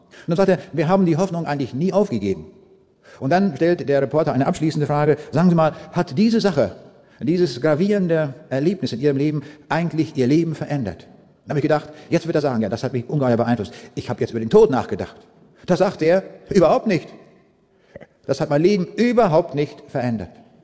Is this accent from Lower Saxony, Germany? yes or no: yes; Braunschweig, Lower Saxony, Germany; Lengede liegt ganz in der Nähe von Braunschweig, wo ich herkomme.